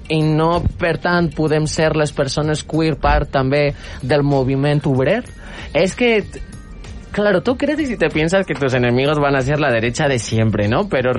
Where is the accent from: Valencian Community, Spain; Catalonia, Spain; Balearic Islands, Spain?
Balearic Islands, Spain; Magaluf; Jo venc de Magaluf.